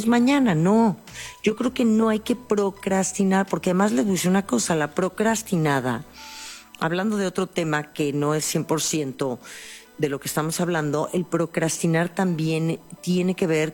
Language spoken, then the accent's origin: Spanish; Mexico; Así somos los mexicanos.